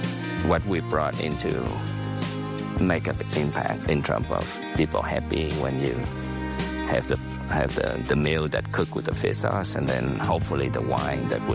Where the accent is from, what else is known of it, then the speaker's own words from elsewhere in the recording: Ho Chi Minh City, Vietnam; also born or lived in Silicon Valley, United States; now in United States; I'm from Vietnam, and I was born and raised in Saigon, Vietnam. I came to the U.S. as a refugee.